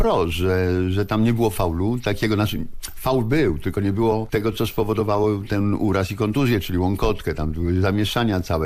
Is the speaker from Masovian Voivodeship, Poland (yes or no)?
yes; Warsaw, Masovian Voivodeship, Poland; born there; jako urodzony warszawiak, jako kibic Legii